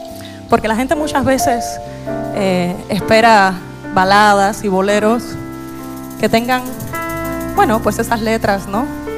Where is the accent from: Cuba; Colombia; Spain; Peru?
Cuba; como buena cubana que soy